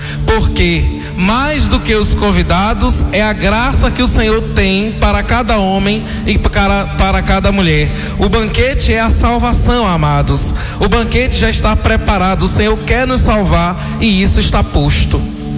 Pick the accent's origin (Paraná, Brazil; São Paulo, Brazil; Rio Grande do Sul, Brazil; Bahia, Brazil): Bahia, Brazil; Para nós que somos baianos